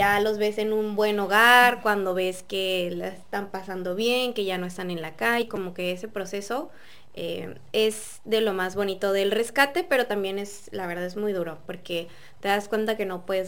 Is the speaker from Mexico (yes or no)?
yes; Tijuana, Baja California, Mexico; soy una joven de 28 años, soy de Tijuana, nací, crecí en Tijuana, nací en las 5:10, entonces dice mi papá que no puedo ser más tijuanense